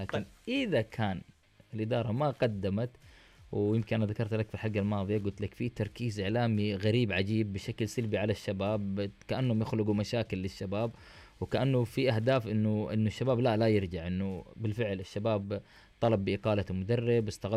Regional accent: Saudi Arabia; صعب علينا احنا كمنتخب سعودي.

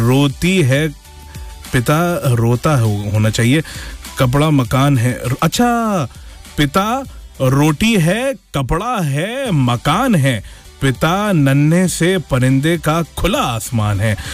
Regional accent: Azad Kashmir, Pakistan; now in Qatar; मैं पाकिस्तान आज़ाद कश्मीर से हूँ. कतर में मुझे 2 साल हो गए हैं.

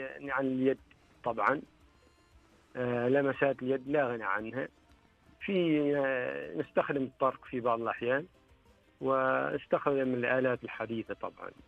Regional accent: Oman; احنا عندنا في عمان

